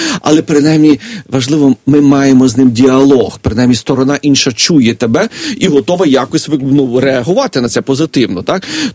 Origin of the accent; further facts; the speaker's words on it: Galicia, Ukraine; у нас на Галичині кажуть, гендлювати.